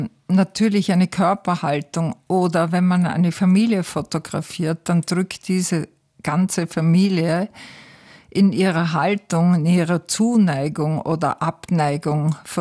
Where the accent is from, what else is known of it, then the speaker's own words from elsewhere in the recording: Wels, Upper Austria, Austria; born there; Ich bin geboren in Wels, allerdings, glaube ich, habe ich mich dort als Neugeborenes bestenfa